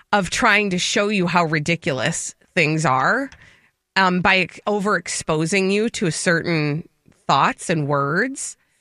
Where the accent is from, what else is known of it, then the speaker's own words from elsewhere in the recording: Minnesota, United States; I am a Minnesotan